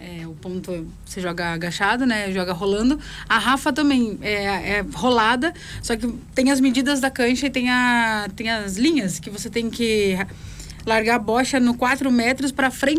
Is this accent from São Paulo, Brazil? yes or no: yes; Campinas, São Paulo, Brazil; now in Pato Branco, Brazil; Eu sou natural de Campinas, mas hoje eu tô morando em Pato Branco.